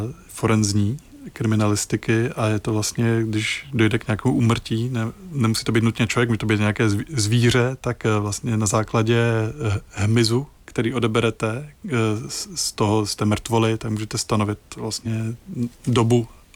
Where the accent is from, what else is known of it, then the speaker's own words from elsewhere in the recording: Prague, Czechia; kde bych ty světlušky mohl studovat, ideálně v Praze, odkud pocházím